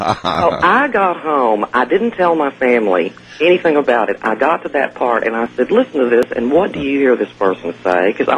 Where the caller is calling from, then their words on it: Cedar Hill, Texas, United States; I'm from Cedar Hill, Texas. It's outside of Dallas.